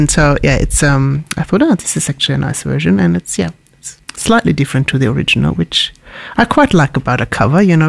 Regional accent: Germany; moved away; I come from Germany

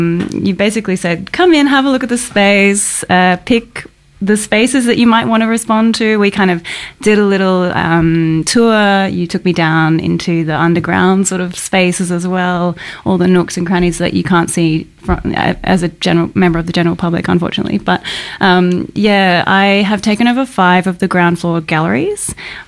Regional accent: Brisbane, Queensland, Australia; moved away; I'm actually from Brisbane as well.

